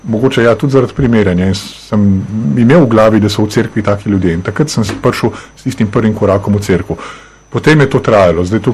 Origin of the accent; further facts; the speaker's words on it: Škofja Loka, Upper Carniola, Slovenia; Izhajam iz Škofje Loke, iz ene, jaz vedno pravim, povprečne slovenske družine, imam brata, ki je 5 let starejši od mene.